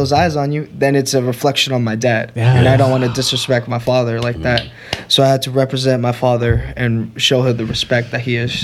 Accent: Corona, California, United States; also born or lived in Downey, California; born and raised, I was born in Downey, but I was raised in Corona.

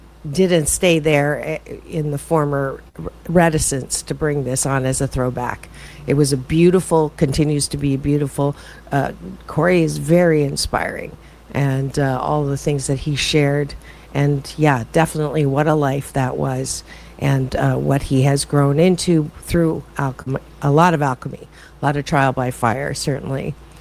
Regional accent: Canada; moved away; I'm originally from Canada, like Courtney Ann

